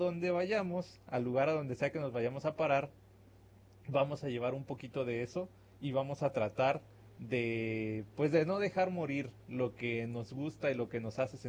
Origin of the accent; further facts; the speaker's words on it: Mexico; a nosotros como mexicanos que no podemos vivir sin tortillas, decimos, ok, estoy en una nueva ciudad, ¿y ahora dónde voy a comprar tortillas?